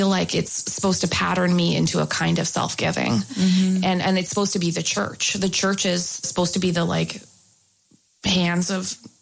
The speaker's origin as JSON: {"language": "English", "country": "Canada", "said": "Like I remember the first time I was introduced to American evangelicalism as a Canadian"}